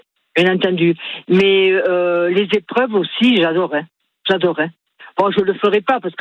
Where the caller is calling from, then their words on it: Occitanie, France; je suis de l'Hérault, mais on était dans l'Aveyron.